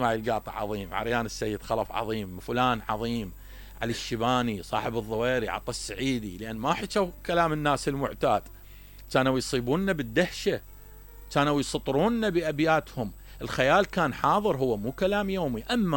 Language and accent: Arabic; Iraq